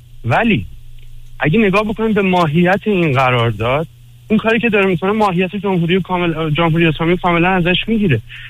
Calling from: Iran; به عنوان یه ایرانی

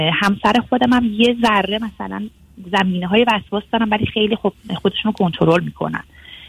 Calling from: Germany; ما از آلمان هستیم آقای دکتر.

